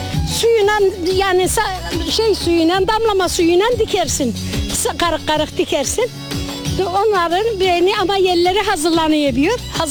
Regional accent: Erbaa, Tokat, Turkey; moved away; Kendimiz Tokatlıyız. Tokat Erbağ'dan buraya taşındık. Burada duruyoruz. Burada çalışıyoruz.

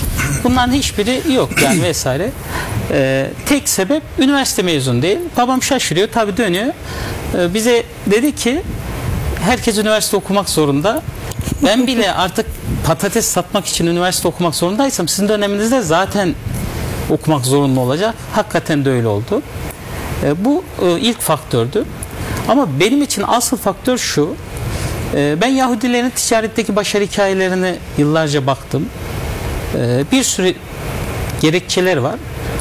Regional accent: Çiftlik district, Niğde, Turkey; ben Niğde Çiftlik ilçesindenim. 88 doğumluyum.

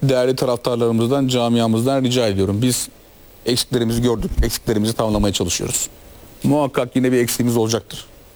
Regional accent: Trabzon, Turkey

